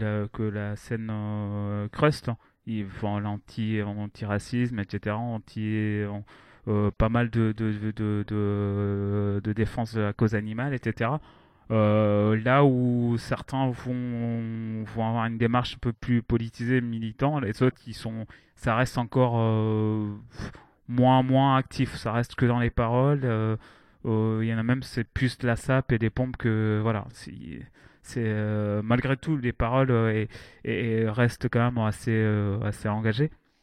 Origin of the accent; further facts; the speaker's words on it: Rennes, Brittany, France; je suis juste rennais, ça suffit à. J'ai grandi à Rennes